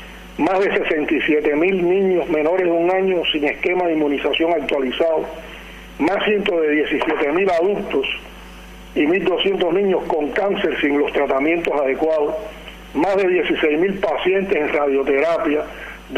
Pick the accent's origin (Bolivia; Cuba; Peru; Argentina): Cuba; de nosotros como pueblo cubano